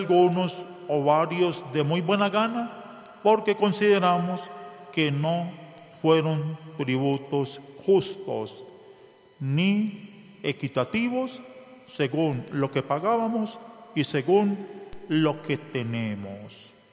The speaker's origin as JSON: {"language": "Spanish", "country": "Colombia", "said": "¿Somos colombianos o no somos?"}